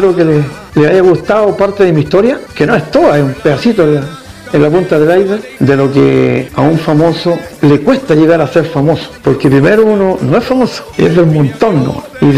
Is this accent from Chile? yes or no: yes; Chile